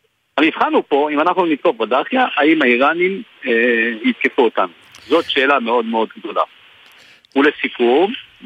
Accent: Northern District, Israel; אני גדלתי בצפון דרך אגב, אני נולדתי במושב בליעזר וגדלתי והתחנכתי שם.

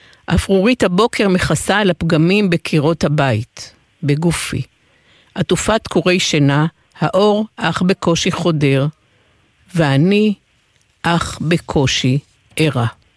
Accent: Tel Aviv, Tel Aviv District, Israel; אני מגיל חצי שנה גדלתי ברחוב איתמר בן אבי 3 בתל אביב.

